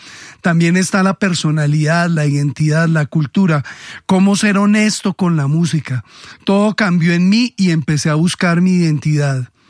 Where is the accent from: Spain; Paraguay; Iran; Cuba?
Iran; Tehran, Tehran Province; Nací y crecí en Teherán, Irán.